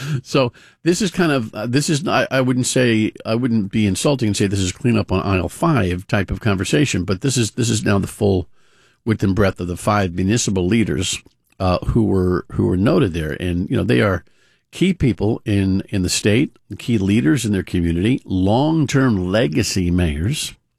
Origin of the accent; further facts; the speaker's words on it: Cumberland, Rhode Island, United States; meaning the governor's own hometown, my hometown of Cumberland